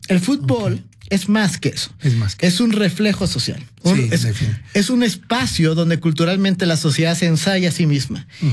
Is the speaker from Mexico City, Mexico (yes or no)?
yes; Mexico City, Mexico; yo fui cuapeño, yo crecí en Cuapa.